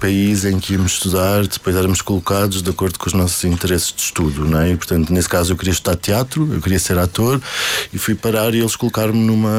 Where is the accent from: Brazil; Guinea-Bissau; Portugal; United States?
Portugal; Azores; essa é a primeira vez que eu saí dos Açores, assim, viajei internacionalmente, em que fiquei um ano fora da minha, ao longe da minha família, em que aprendi a ser adulto.